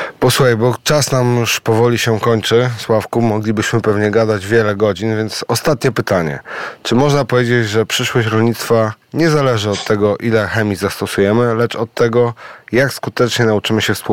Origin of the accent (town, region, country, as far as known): Warmian-Masurian Voivodeship, Poland